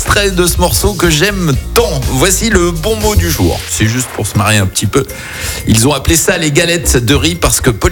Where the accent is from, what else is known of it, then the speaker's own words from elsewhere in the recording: France; chez nous en France.